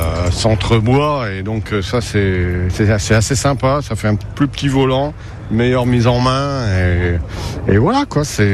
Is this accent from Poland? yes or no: no; Sens, Bourgogne-Franche-Comté, France; on vient du nord de la Bourgogne, hein, donc de Sens, hein, au-dessus d'Auxerre, Chablis, quoi.